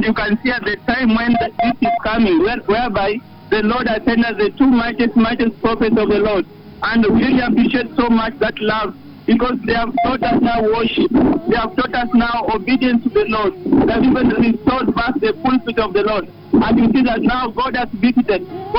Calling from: Meru County, Kenya; we are calling you from Tigania region.

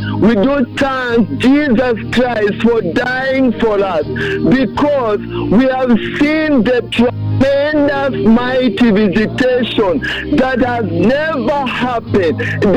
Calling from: Western, Kenya; I'm calling live from Vihiga West region.

